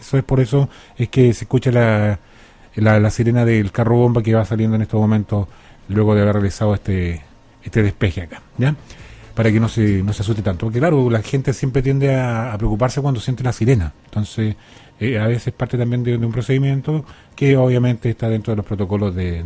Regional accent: Chile; Así somos los chilenos

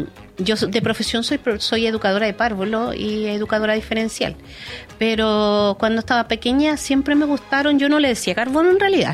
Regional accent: Lota, Biobío, Chile; Soy nacida y criada en Lota.

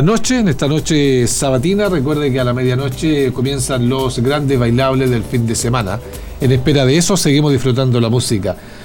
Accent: Chile; Tiene un vínculo permanente con nuestro país

